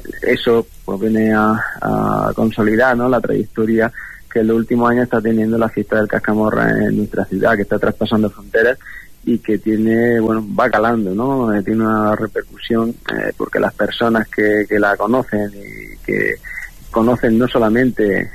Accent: Baza, Andalusia, Spain; los que somos de aquí de Baza

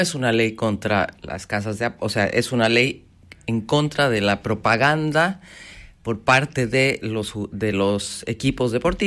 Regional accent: Bolivia; accent: Bolivian; now in Argentina; Yo hablo como bol soy boliviana, hablo como boliviana, pero vivo hace 29 años aquí, entonces me siento argentina

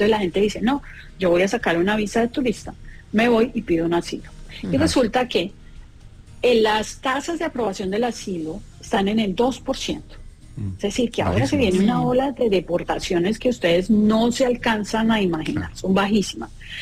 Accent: Cartago, Valle del Cauca, Colombia; moved away as an adult; Esa fue la visa con la que yo soy inmigrante hace 30 años. Soy de Cartago, Valle.

